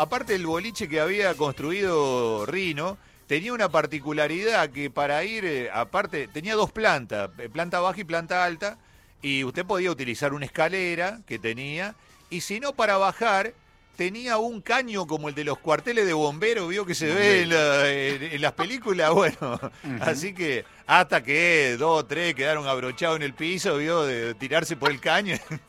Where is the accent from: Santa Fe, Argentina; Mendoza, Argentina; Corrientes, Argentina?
Santa Fe, Argentina; En el lugar donde yo nací, en la provincia de Santa Fe, hay un boliche que, mirá, cuando yo era adolescente iba al boliche y todavía existe el boliche.